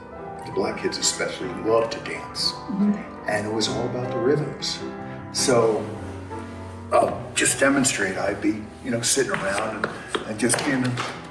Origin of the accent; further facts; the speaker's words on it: Englewood, New Jersey, United States; Well, I grew up in Inglewood, New Jersey